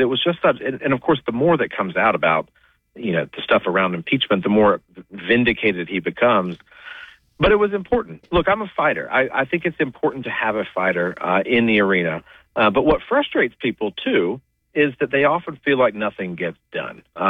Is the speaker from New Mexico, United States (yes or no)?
no; Socastee, South Carolina, United States; So I'm originally from Surfside Beach. I grew up in a little town called Sockastee.